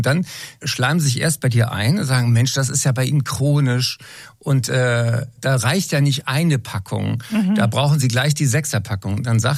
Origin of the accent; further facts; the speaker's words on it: Berlin, Germany; Ich habe eben welche getroffen, zum Beispiel Victoria in Berlin, meiner Heimatstadt.